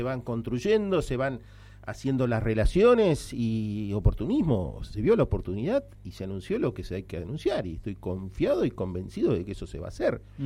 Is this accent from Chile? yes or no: no; Las Heras, Santa Cruz, Argentina; moved away as an adult; now in Tierra del Fuego, Argentina; Yo como santacruceño, que los 24 de marzo de 1976, y yo como integrante de la juventud peronista de mi pueblo, Las Heras, Santa Cruz